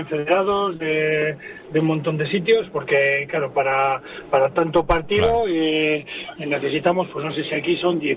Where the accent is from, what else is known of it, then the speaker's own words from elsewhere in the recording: Santoña, Cantabria, Spain; yo soy de Santoña